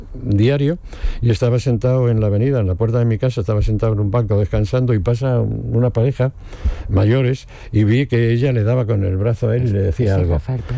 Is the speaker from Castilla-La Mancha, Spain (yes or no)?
yes; Cuenca, Castilla-La Mancha, Spain; moved away; Los dos somos de Cuenca